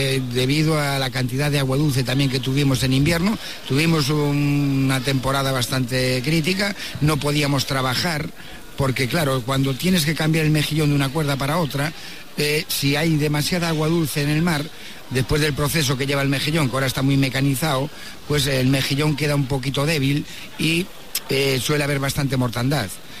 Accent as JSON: {"language": "Spanish", "region": "Galicia", "country": "Spain"}